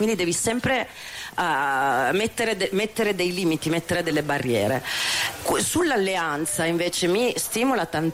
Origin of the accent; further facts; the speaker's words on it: Bologna, Emilia-Romagna, Italy; io vengo da Bologna